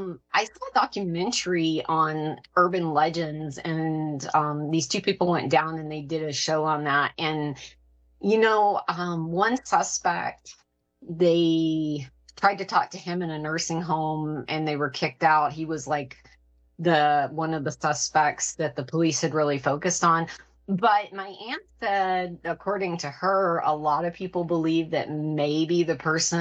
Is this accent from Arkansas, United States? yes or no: yes; Arkansas, United States; also born or lived in Texas; I was born in Texas, actually, but we moved when I was a baby back to my dad's hometown in Arkansas.